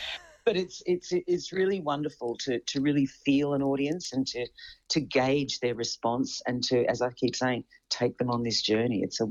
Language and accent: English; Melbourne, Victoria, Australia; born there; now in Queensland, Australia; It's my home now, and even though I was born in Melbourne.